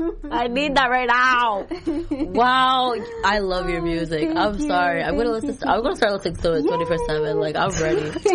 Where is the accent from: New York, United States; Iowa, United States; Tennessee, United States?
New York, United States; Growing up in New York, there was a lot of that everywhere.